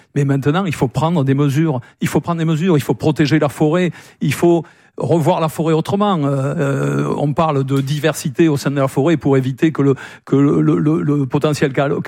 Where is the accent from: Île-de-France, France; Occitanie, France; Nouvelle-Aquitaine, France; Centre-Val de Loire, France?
Nouvelle-Aquitaine, France; dans ma région d'origine, du côté de Mousteil, dans la Haute-Lande